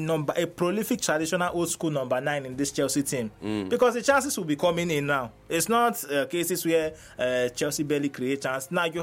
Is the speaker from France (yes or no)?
no; Nigeria; as a Nigerian